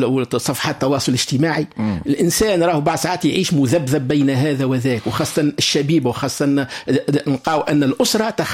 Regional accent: Tunisia; احنا في تونس

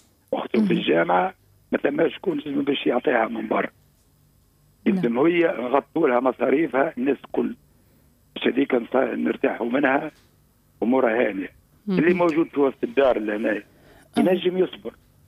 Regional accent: southern Tunisia, Tunisia; تربينا في الجنوب

